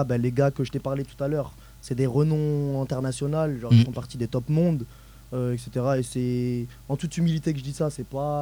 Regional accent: Madagascar; moi personnellement, je viens de Madagascar.

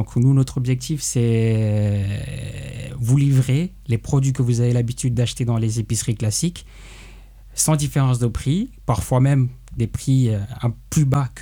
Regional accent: Rennes, Brittany, France; Effectivement … donc je suis rennais. Donc j'ai fait mes études ici.

